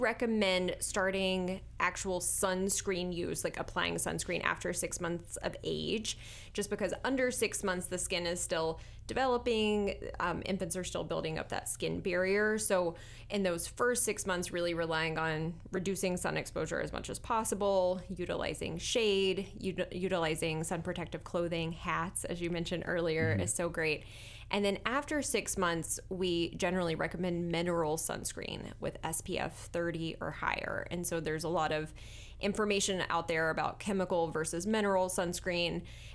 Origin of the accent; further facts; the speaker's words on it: Virginia, United States; born or raised there; moved away as an adult; now in Vermont, United States